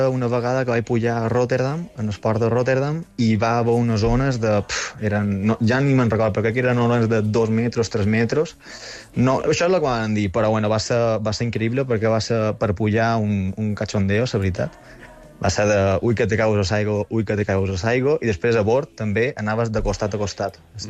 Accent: Inca, Balearic Islands, Spain; Jo soc d'Inca, Inquero.

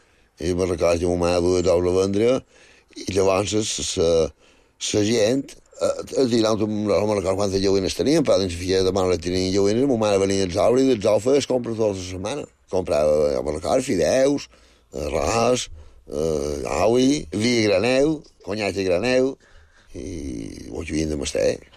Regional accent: Balearic Islands, Spain; born there; Bueno, vaig néixer fa jo, a Sant Triau, en el barri de Sant Maixida. Això està ara anant cap a Campos

